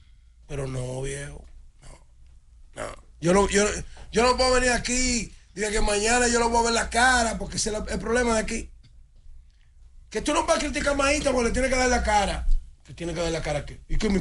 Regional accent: La Vega, Dominican Republic; yo vengo de la escuela de Carnaval de la Vega

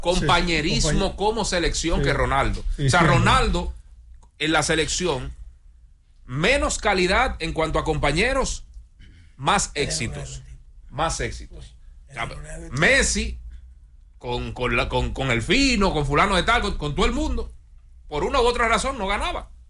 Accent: Dominican Republic; nosotros como dominicanos

